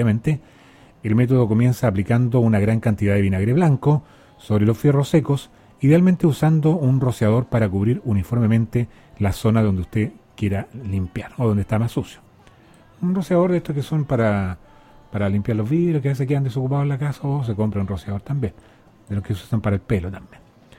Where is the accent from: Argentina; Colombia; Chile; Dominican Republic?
Chile; nosotros como chilenos